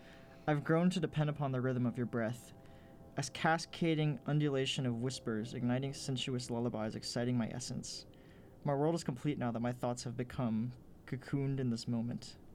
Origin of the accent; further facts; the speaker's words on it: Texas, United States; Duncanville, Texas, which is close to my hometown.